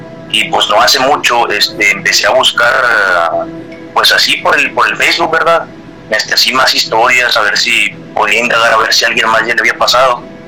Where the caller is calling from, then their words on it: Monclova, Coahuila, Mexico; Desde Monclova, Coahuila